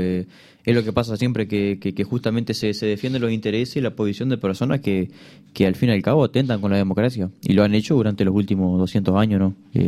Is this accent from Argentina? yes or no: no; Uruguay